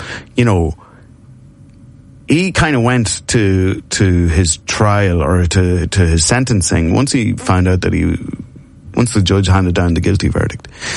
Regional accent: Ulster, Ireland; I cared about boxing a bit because I was from Monaghan and Barry McGuigan was world champion

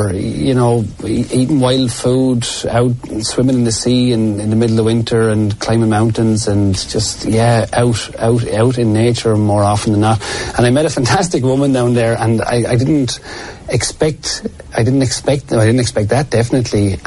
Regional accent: Wexford, Leinster, Ireland; moved away; I grew up in Wexford town

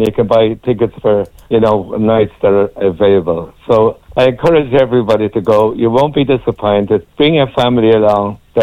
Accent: Dublin, Leinster, Ireland; Yeah, I'm from Inchicore, and all my people are from Inchicore.

